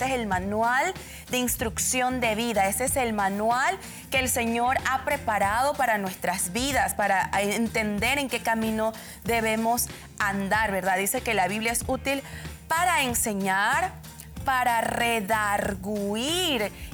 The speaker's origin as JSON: {"language": "Spanish", "town": "Panama City", "region": "Panamá", "country": "Panama", "said": "Panamá. De la ciudad. Se le da 8, orgullosamente, felizmente, de la capital."}